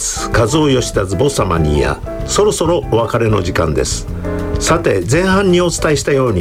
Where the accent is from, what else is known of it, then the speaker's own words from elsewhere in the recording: Kawagoe, Saitama, Japan; 僕の地元、川越の北院の敷地内、千葉東照宮前のガラス張りのカフェアンドンであります。